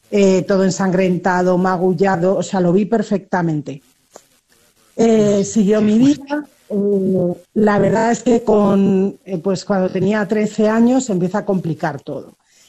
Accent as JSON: {"language": "Spanish", "country": "Spain", "tie": "born there", "said": "yo nací en una familia muy católica en España, como podéis ver por mi acento, en el año 64. Claro. Tengo 62 años."}